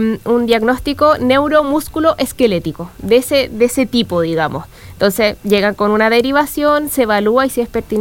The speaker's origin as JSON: {"language": "Spanish", "town": "Viña del Mar", "region": "Valparaíso", "country": "Chile", "said": "Sí, soy del Cerro de Forestal."}